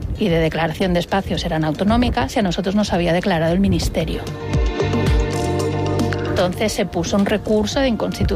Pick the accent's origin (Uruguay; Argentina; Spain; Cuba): Spain; Ibiza, Balearic Islands; born there; Yo soy nacida en Ibiza y por parte de mi madre, familia ibicenca, más o menos de Ibiza ciudad.